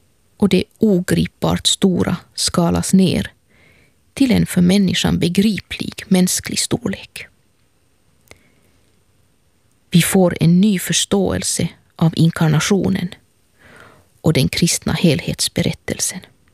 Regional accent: Helsinki, Uusimaa, Finland; och jag är från Helsingfors.

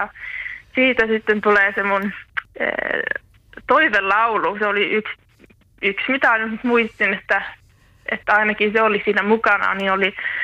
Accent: Porvoo, Uusimaa, Finland; now in Gothenburg, Sweden; No Porvoosta mä oon kotoisin.

